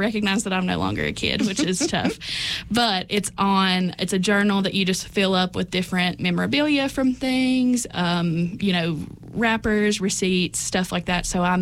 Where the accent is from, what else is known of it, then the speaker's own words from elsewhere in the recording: Saltville, Virginia, United States; I'm from Saltville, Virginia.